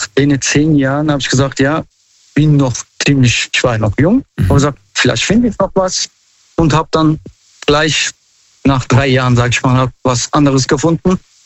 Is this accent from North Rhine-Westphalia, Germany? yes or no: no; Mannheim, Baden-Württemberg, Germany; Aus Mannheim.